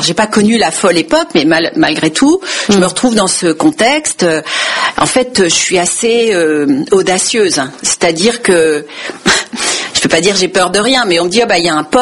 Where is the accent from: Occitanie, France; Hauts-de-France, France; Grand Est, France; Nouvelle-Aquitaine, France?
Grand Est, France; born there; moved away as an adult; je suis née en Lorraine, dans une famille très modeste, il y a 63 ans. Je suis née en 1963 et mes grands-parents étaient immigrés italiens. … Je parle pas très bien italien parce qu'on ne me l'a jamais appris.